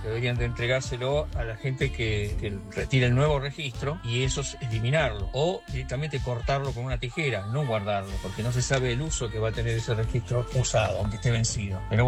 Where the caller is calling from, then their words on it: Pilar, Buenos Aires Province, Argentina; Yo soy un ciudadano de Pilar y bueno, saqué el registro en ese lugar hace ya un par de años porque tengo más de 70 años.